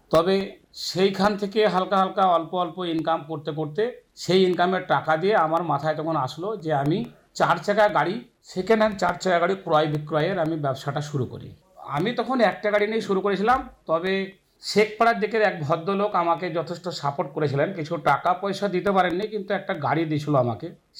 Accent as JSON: {"language": "Bangla", "region": "West Bengal", "country": "India", "said": "আমার গ্রাম টিকটিকি পাড়া, পোস্ট অফিস নগরাজল, বহরমপুর থানার অন্তর্গত আর কি।"}